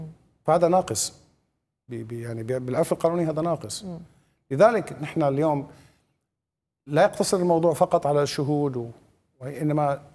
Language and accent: Arabic; Syria; ما في اتفاقية بين هذه الدولة وبيننا نحن كسوريين.